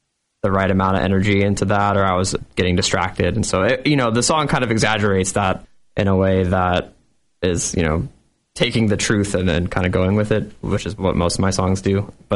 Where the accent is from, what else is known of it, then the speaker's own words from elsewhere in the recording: Sarasota, Florida, United States; moved away; I'm from Sarasota, Florida, where I spent most of my childhood.